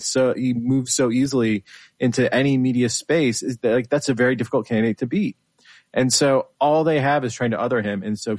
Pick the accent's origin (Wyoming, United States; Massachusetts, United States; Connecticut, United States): Connecticut, United States; my home state of Connecticut